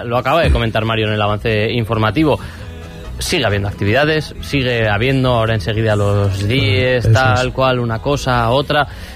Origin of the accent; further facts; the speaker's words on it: Pamplona, Navarre, Spain; yo que soy de Pamplona vengo